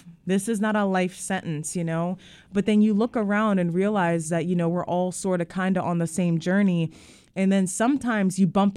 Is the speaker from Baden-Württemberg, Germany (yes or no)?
yes; Mannheim, Baden-Württemberg, Germany; moved away; you're in my hometown. Willkommen zu Mannheim.